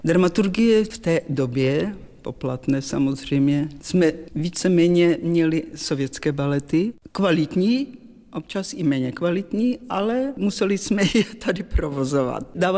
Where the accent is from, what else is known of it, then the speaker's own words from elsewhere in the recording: Uzhhorod, Zakarpattia Oblast, Ukraine; moved away as an adult; now in Czech Republic; Já teda pocházím z Podkarpatské Rusy, žili jsme v Užhorodě, po absolutoriu. Maminka se provdala za Čecha a my jsme se chystali vyjet do Československa.